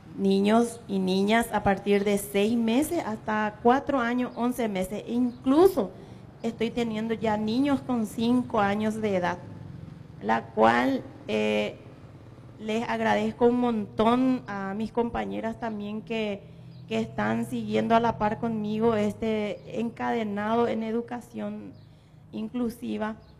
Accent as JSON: {"language": "Spanish", "region": "Caaguazú", "country": "Paraguay", "tie": "born or raised there", "said": "yo estoy muy orgullosa de la ciudad de Caaguazú. Yo soy parte de Caaguazú, nací, vivo aquí"}